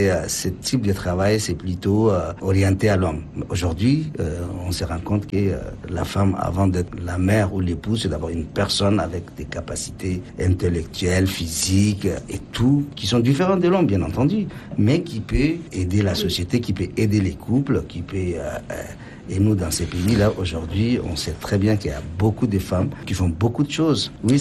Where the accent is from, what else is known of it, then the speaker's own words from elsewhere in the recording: Chad; chez nous au Tchad